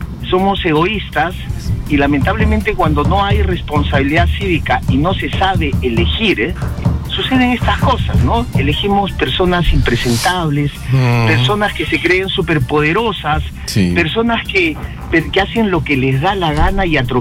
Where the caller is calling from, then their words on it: San Vicente de Cañete, Lima, Peru; llamo de Cañete, estoy llamando.